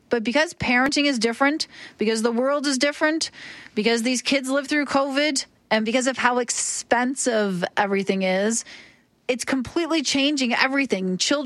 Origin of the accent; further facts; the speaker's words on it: Oshawa, Ontario, Canada; moved away; I grew up in Oshawa, which is outside Toronto.